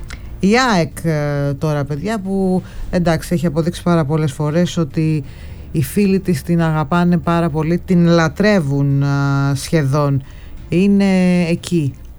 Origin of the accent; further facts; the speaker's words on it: Thessaly, Greece; Εγώ προσωπικά, να σας πω, που είμαι και από τη Θεσσαλία